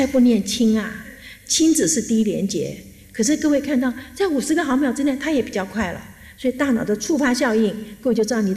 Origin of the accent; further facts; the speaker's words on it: China; 因为对我们中国人来讲，四声是语音在左脑